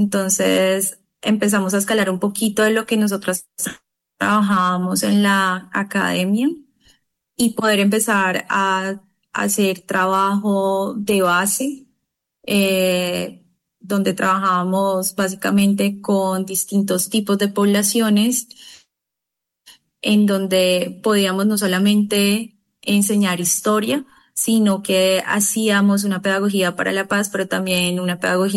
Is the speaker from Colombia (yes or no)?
yes; Buenaventura, Valle del Cauca, Colombia; born there; now in Cali, Colombia; nací en Buenaventura y migré a la ciudad de Cali.